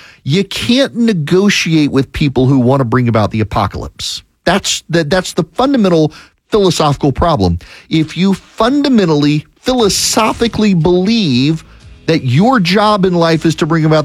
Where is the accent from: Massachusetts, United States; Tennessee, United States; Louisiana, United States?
Louisiana, United States; That is, now I'm from Louisiana, so I always say due west, even though I mean due east.